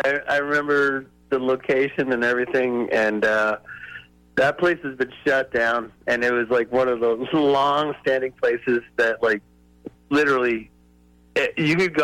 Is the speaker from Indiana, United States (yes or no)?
no; Maine, United States; I was from Maine originally.